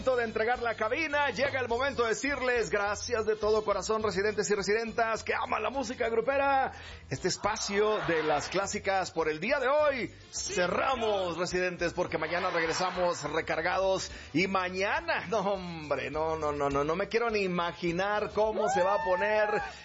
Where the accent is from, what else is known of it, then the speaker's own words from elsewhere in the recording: Mexico; Mucho respeto, tanto para nosotros como mexicanos